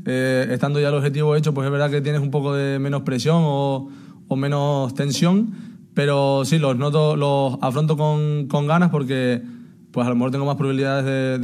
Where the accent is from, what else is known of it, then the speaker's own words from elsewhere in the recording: Canary Islands, Spain; la isla me encanta, llevo ya 4 años, encima soy canario